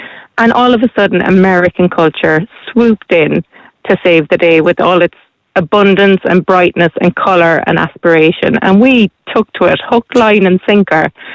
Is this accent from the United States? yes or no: no; Ireland; what is people's sense of Irish food, and how is that different to what we as Irish foodies and chefs and growers and promoters of all of that regard it as?